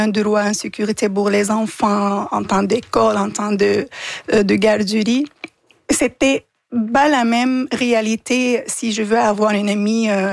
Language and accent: French; Damascus, Damascus Governorate, Syria; Écoute, moi, je viens de Damas, une vil